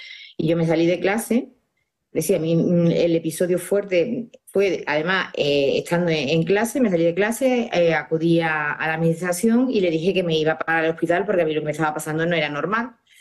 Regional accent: Baena, Andalusia, Spain; Pues en Andalucía, yo soy de Córdoba, Baena, un pueblo de Córdoba

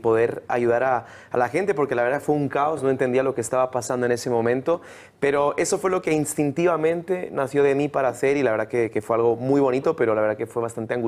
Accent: Getafe, Community of Madrid, Spain; born there; yo nací en Getafe, yo nunca había visto esto en mi vida, este corte

